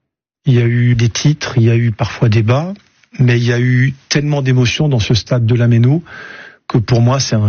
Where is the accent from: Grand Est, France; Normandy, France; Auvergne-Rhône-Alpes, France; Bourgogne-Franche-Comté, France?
Grand Est, France; en tant qu'Alsacien et supporter du Racing depuis que j'ai 5-6 ans